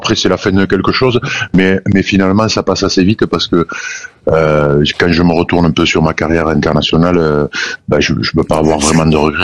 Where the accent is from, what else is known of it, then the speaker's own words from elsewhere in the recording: Toulouse, Occitanie, France; born there; je suis né à Toulouse